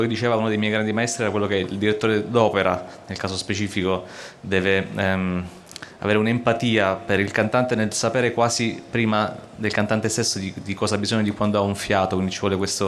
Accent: Sicily, Italy; now in Weimar, Germany; sono siciliano, vado un po' a casa anche perché da un anno a questa parte lavoro, vivo in Germania, a Weimar.

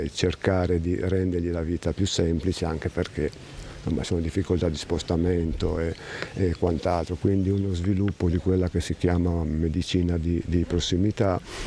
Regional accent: Pietrabruna, Liguria, Italy; pur essendo legato in maniera viscerale a Pietrabruna, perché io sono cresciuto qui fino a dopo l'università, i miei genitori abitano ancora qua, i miei amici di infanzia abitano qua, quindi è il mio paese, voglio dire. Non mi sento altro che se non di Pietrabruna.

